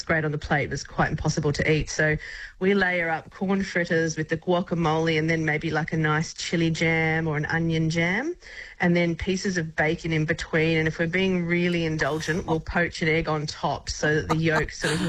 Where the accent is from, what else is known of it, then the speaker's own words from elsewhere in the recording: Melbourne, Victoria, Australia; now in Nyngan, Australia; I grew up down in Melbourne